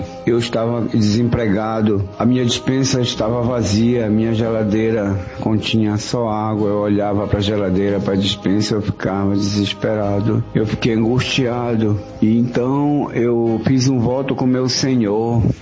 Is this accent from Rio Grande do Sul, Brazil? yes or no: no; Belém, Pará, Brazil; sou de Belém do Pará.